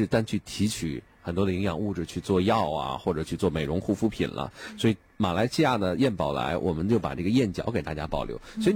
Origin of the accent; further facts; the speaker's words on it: Beijing, China; 我是北京人哈，咱就说土话呢